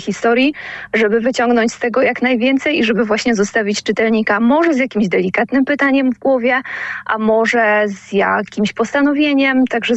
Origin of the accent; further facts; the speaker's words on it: Wrocław, Lower Silesian Voivodeship, Poland; Ja obecnie mieszkam we Wrocławiu i tutaj spędziłam większość swojego życia